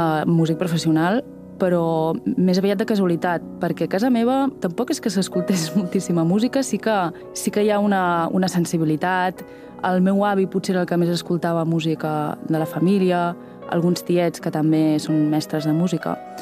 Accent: Gurb, Catalonia, Spain; also born or lived in Vic; Jo vaig néixer a Vic, vaig créixer a Gurb.

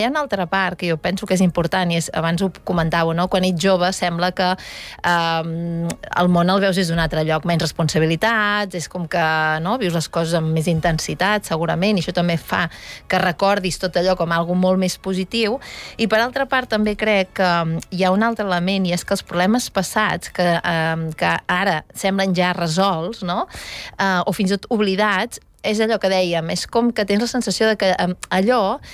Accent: Girona, Catalonia, Spain; a més soc de Girona

